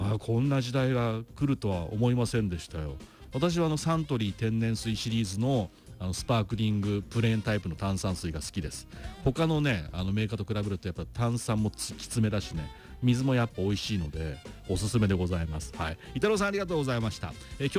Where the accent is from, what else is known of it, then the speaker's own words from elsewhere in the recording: Sano, Tochigi, Japan; moved away; 私のふるさとの栃木県佐野市にある僕の実家の本当目の前にあった佐野日大がね